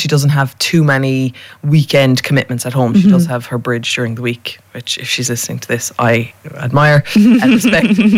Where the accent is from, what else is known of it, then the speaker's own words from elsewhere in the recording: Cork, Munster, Ireland; like you're from Limerick, I'm from Cork.